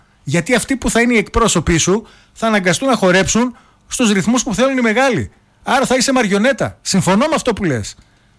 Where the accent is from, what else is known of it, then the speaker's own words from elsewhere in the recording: Greece; Αλλά θεωρώ ότι ως Έλληνες δεν είμαστε για άμεση δημοκρατία.